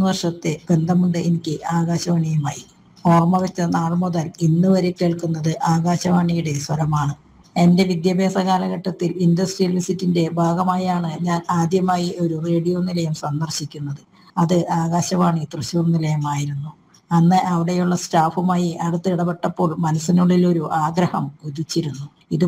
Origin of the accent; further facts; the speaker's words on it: Thrissur, Kerala, India; ഞാനൊരു തൃശ്ശൂർക്കാരി ആയിരുന്നെങ്കിലും